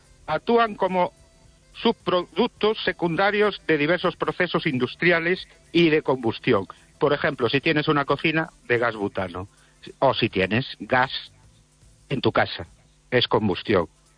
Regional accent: Ourense, Galicia, Spain; de Orense. Buenas noches.

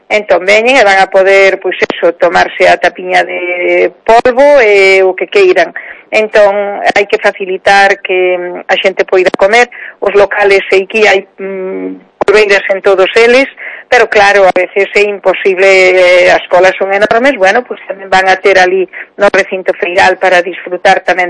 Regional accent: Monforte de Lemos, Galicia, Spain; eu que son de Monforte, hai xente que me dice, vamos a comer o polvo ali porque debe ser da auga que está riquísimo

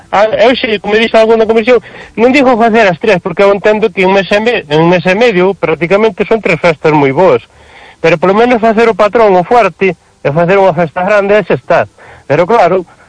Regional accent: Fene, Galicia, Spain; eu son de Fene, maniños, viví moitos anos a la...

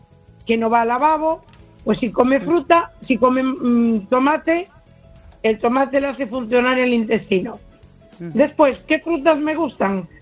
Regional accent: A Coruña, Galicia, Spain; born or raised there; also born or lived in Uruguay

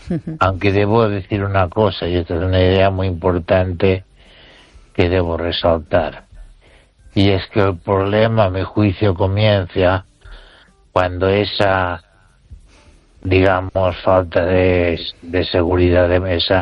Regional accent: Spain; Y no quiero ser recordado como una persona chacosa, sino como un español que razona.

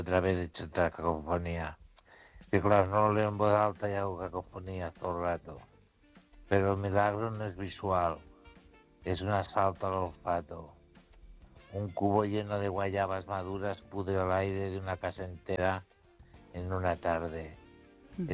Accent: Ourense, Galicia, Spain; La verdad es que … de Orense.

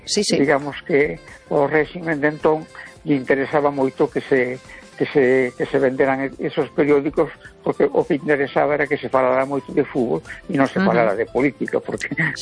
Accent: Galicia, Spain; E como galego, pois a min me gusta o Deportivo, me gusta o Celta, ¿verdad?

